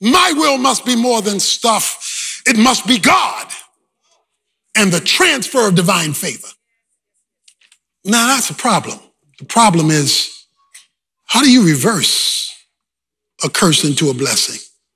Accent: Baltimore, Maryland, United States; born or raised there

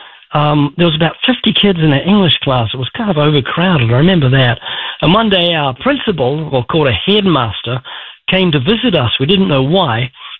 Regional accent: New Zealand; born there; I was born twice in New Zealand. Born to my mum was full Jew, so they put Methodist on my birth certificate because I was born in 1949.

